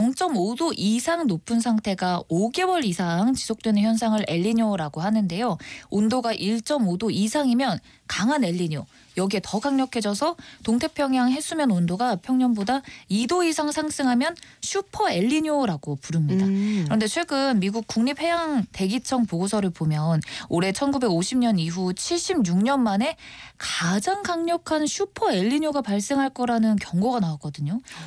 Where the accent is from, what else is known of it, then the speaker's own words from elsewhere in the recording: South Korea; 제가 토종 한국인이라